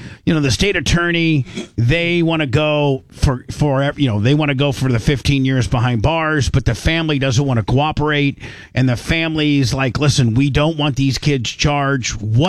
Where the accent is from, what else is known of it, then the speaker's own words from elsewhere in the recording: Warsaw, Indiana, United States; a prank that I've pulled, you know, a lot growing up in Warsaw, Indiana